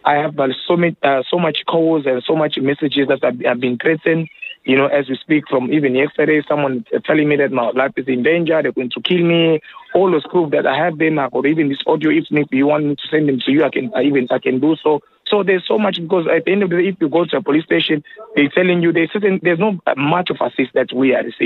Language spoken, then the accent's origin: English; DR Congo; I'm from Congo. So some of us are in our country, there's still war that is going on.